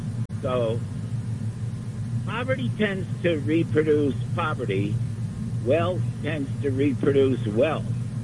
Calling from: East Orange, New Jersey, United States; East Orange, New Jersey.

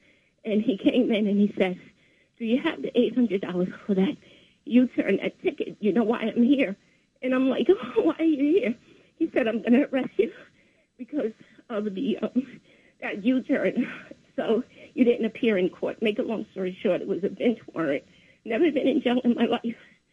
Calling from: New York City, New York, United States; Hi, I'm calling from New York City

